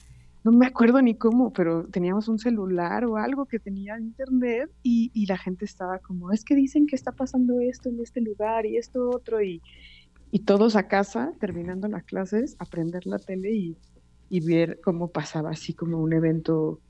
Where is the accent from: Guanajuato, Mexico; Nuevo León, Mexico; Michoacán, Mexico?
Guanajuato, Mexico; now in Mexico City, Mexico; yo vengo de Guanajuato, entonces es un clima igual seco, desértico.